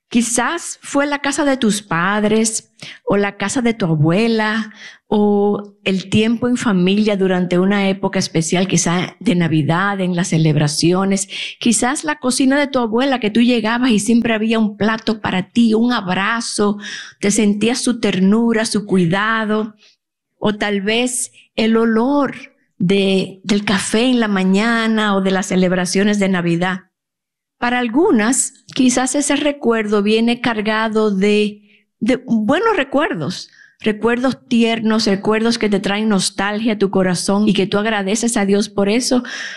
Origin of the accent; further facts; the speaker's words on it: Dominican Republic; now in United States; Aquí hay dominicanas. ¡Wey! ¡Sí, mis compatriotas!